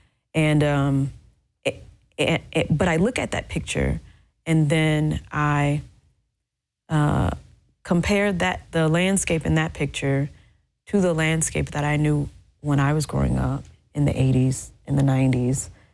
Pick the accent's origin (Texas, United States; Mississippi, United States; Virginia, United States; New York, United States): Mississippi, United States; I live on the Mississippi Gulf Coast, right, and my hometown is on the back of the Bay of St. Louis, right